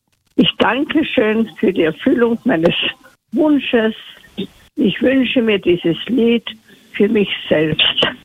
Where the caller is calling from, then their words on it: Innsbruck, Tyrol, Austria; aus Innsbruck.